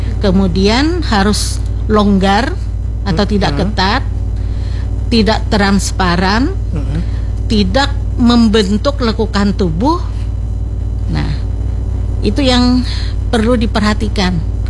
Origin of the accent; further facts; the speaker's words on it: South Kalimantan, Indonesia; Kalau berbicara tentang hal tersebut, yang pertama sebagai orang Banjar ya, hendaknya tradisi-tradisi kita yang baik itu diteruskan.